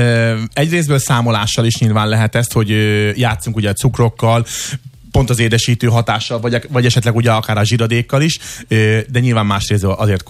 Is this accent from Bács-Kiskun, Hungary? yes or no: no; Püspökszilágy, Pest, Hungary; én Püspökszilágyról származom